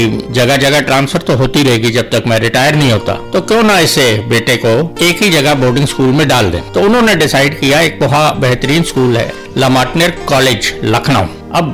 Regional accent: Kanchrapara, West Bengal, India; born there; मेरा बचपन कई जगह बीता हिंदुस्तान में, और पढ़ाई भी कई स्कूल कॉलेजों में हुई। शुरुआत हुई मेरी पैदाइश से काचरापाड़ा वेस्ट बंगाल में।

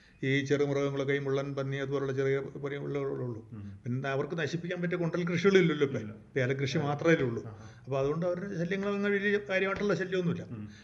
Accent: Rajakumari, Kerala, India; also born or lived in Kothamangalam; ഞങ്ങൾ രാജകുമാരിയിലേക്ക് കുടിയേറി വന്നതാണ്. ഞങ്ങൾ കോതമംഗലം ഭാഗത്തു നിന്ന് വന്നതായിരുന്നു.

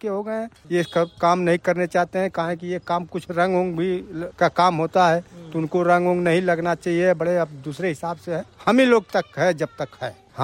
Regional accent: Azamgarh, Uttar Pradesh, India; moved away as an adult; अपना हमारा घर है आजमगढ़, यहाँ हम 27 साल से हैं

